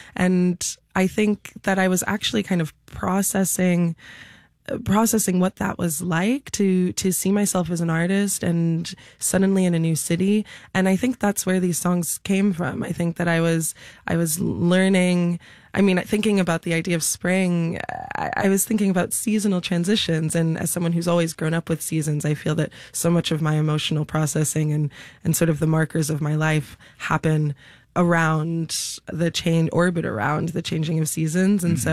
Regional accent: Chicago, Illinois, United States; moved away as an adult; now in New York, United States; I grew up in Chicago in the city, and I really feel that I'm a city girl through and through.

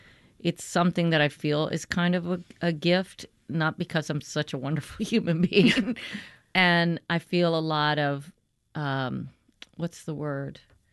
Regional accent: Louisiana, United States; I'm from Louisiana.

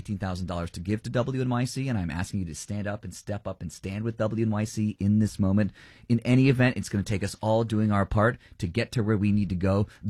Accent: Montville, New Jersey, United States; I'm from Montville, New Jersey. That's right next door to Booton.

